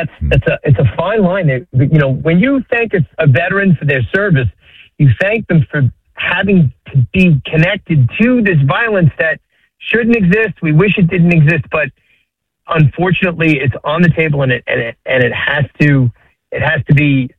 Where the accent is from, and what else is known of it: United States